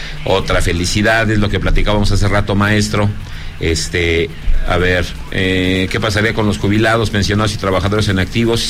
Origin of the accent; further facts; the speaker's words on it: Zacatecas, Mexico; nos escuchamos mañana aquí en mi tierra Zacatecas